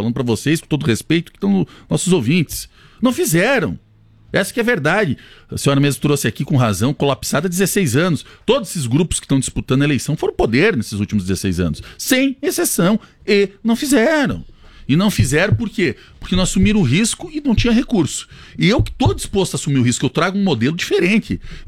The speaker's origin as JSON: {"language": "Portuguese", "town": "Chapecó", "region": "Santa Catarina", "country": "Brazil", "tie": "born or raised there", "said": "eu sou natural aqui de Chapecó"}